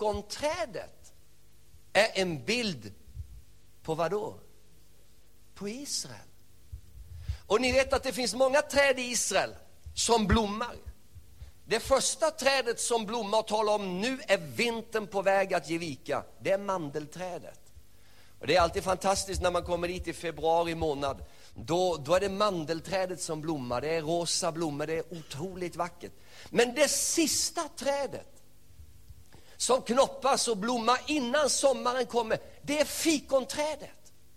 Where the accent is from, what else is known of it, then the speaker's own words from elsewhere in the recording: Småland, Sweden; now in Hälsingland, Sweden; jag kommer från Småland. Jag bor uppe i Hälsingland sedan början på 70-talet.